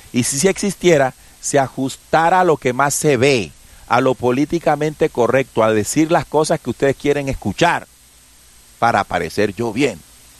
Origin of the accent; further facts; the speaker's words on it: Colombia; Sí, pero es lo que necesitamos pagar como humanidad, como colombianos, para abrir nuestros ojitos.